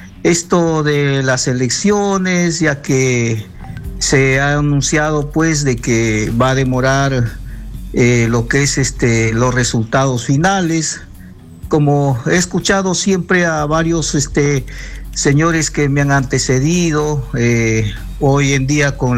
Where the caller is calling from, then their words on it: Amazonas, Peru; soy del departamento de Amazonas.